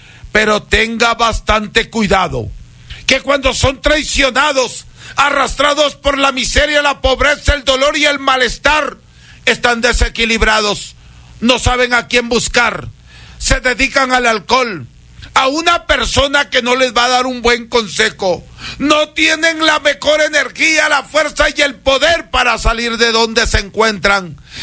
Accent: Huancabamba, Piura, Peru; yo soy de Huancabamba, Perú. Conozco de hierbas, de baños, de plantas y de perfumes.

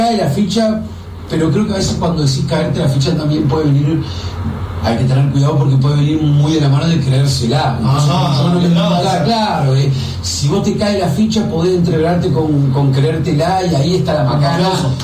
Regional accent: Río Branco, Cerro Largo, Uruguay; born or raised there

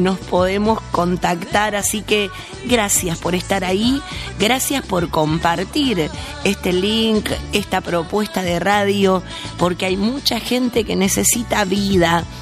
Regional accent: Argentina; Somos un ministerio argentino. Estamos transmitiendo todo esto desde Buenos Aires, desde esta hermosa ciudad de Buenos Aires

